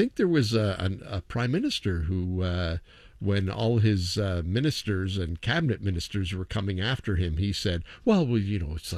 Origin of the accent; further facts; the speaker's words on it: Canada; say, I'm not American. I'm Canadian.